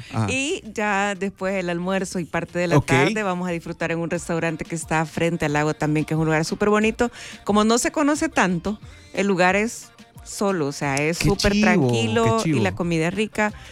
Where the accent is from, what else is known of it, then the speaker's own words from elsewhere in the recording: El Salvador; Así somos los salvadoreños.